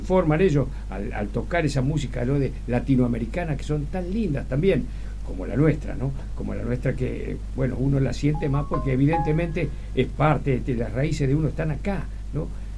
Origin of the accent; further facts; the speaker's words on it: Argentina; A mí me plantaron acá, amigo. Entonces yo soy argentino.